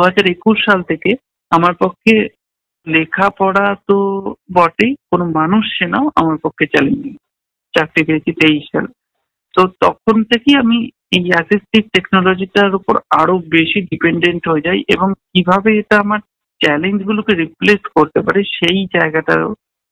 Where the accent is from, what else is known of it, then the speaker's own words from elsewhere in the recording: Chandannagar, West Bengal, India; born there; চন্দননগরে মোটামুটি একটা পরিচিতি ছিল